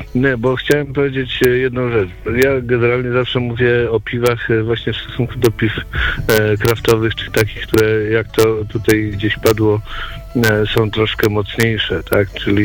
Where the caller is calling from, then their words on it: Gniezno, Greater Poland Voivodeship, Poland; Dobry wieczór, pozdrawiam z Gniezna.